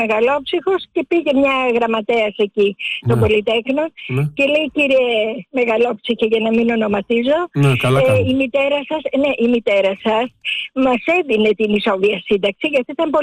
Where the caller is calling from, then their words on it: Piraeus, Attica, Greece; από τον Πειραιά.